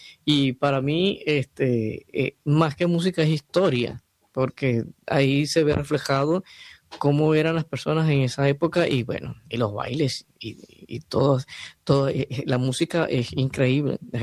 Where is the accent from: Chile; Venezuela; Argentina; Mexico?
Venezuela; now in Madrid, Spain; Yo soy de Venezuela